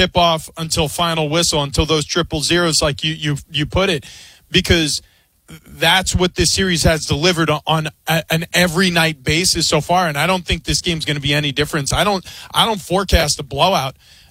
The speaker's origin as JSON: {"language": "English", "region": "New York", "country": "United States", "tie": "born or raised there", "said": "And I grew up in New York. I grew up a Knicks fan."}